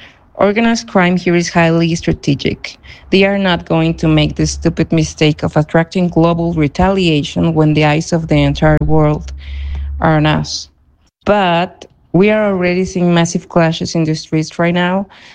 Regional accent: Mexico City, Mexico; I'm from Mexico City.

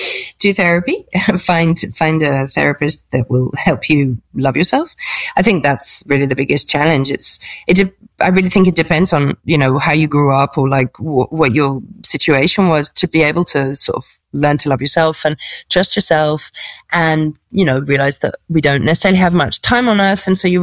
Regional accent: United Kingdom; like I'm British, obviously it's my culture to like steal other people's culture.

